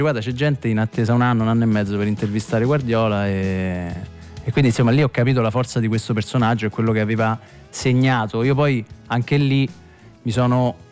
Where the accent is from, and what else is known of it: Rome, Lazio, Italy